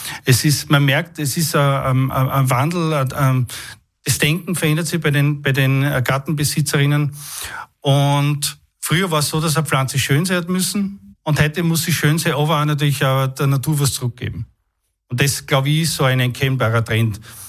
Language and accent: German; St. Margarethen im Burgenland, Burgenland, Austria; Wir haben ja ganz eine tolle Flora im Burgenland. Und ich komme ja aus St. Margarethen und da gibt es sehr viel Trockenrasen und die haben mich auch sehr geprägt, auch in meiner Kindheit.